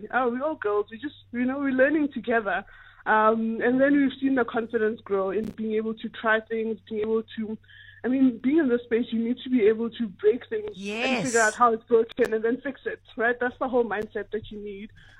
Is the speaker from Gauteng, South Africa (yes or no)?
yes; Tembisa, Gauteng, South Africa; I'm also from Tembisa.